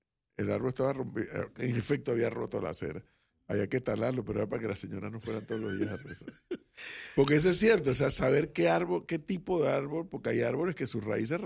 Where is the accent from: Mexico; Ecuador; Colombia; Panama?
Panama; Panama City, Panamá; born there; toda mi adolescencia, yo la hice en la Vía Argentina.